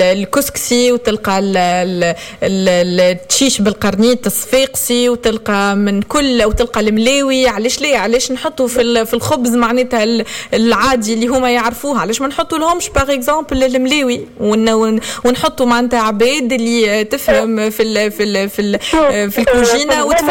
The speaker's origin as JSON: {"language": "Arabic", "country": "Tunisia"}